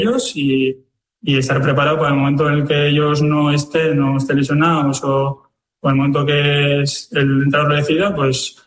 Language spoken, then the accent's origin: Spanish; Basque Country, Spain; al final somos vascos y al final yo creo que eso hace mucho